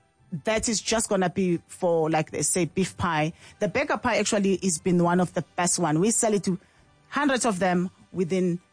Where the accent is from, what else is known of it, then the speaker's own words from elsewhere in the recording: South Africa; moved away as an adult; now in London, United Kingdom; being a South African